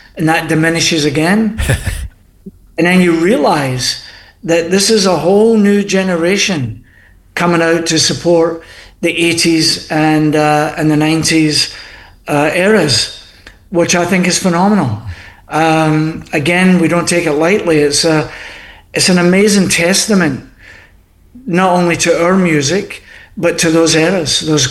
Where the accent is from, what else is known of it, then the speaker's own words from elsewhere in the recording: Scotland, United Kingdom; Yeah, so being Scottish, and I know that Sam's off the Irish, he's Irish background.